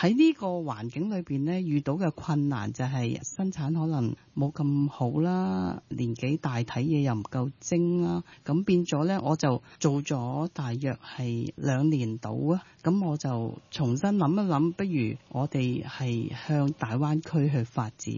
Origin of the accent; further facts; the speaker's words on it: Guangdong, China; first language Cantonese; Chinese is a second language; 因为我发觉中山的文化和最好一件事就是可以讲广东话，即是广东话是我们的母语啦，因为在当时来讲我们的国语是一般般咯